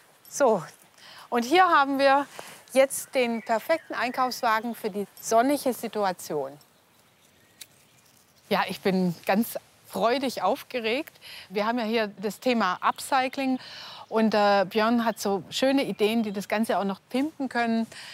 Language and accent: German; Stuttgart, Baden-Württemberg, Germany; also born or lived in Belfast; Ich bin in Stuttgart geboren und hier aufgewachsen und bin aber mit 19 nach Irland ausgewandert.